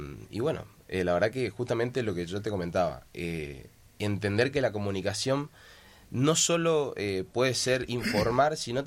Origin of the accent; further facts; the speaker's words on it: Resistencia, Chaco, Argentina; Yo soy de Chaco, Resistencia